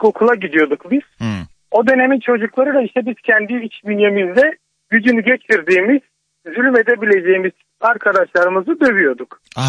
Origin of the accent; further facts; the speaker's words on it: Kars, Turkey; Bilmiyorum, ben aynı memleketteniz. Ben de Karslıyım.